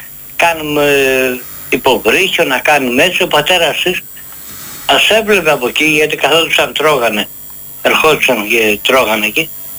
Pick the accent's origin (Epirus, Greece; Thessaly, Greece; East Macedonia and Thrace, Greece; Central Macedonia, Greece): Thessaly, Greece; Karditsa; έφυγα πήγα στην Καρδίτσα, στο χωριό μου, στην Λίμνη Πλαστήρα.